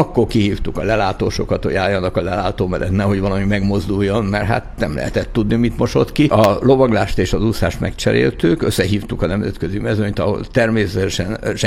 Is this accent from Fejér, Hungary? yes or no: yes; Agárd, Fejér, Hungary; also born or lived in Budapest; Igen, én 4 éves voltam, amikor Zuglóból oda költöztünk, mert államosított édesapám pékségét, és lementünk az agárdi házunkba.